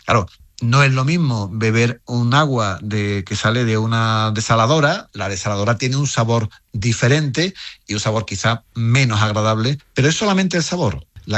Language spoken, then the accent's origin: Spanish; Spain; yo creo que a veces no somos conscientes los españoles del agua que nos sale por el grifo